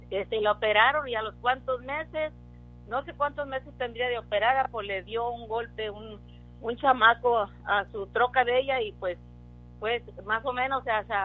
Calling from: Mission, Texas, United States; De aquí, de Misión, hermano.

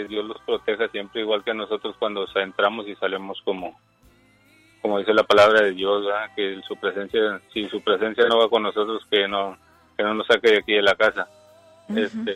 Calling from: Brownsville, Texas, United States; De aquí, de Brownsville, Texas.

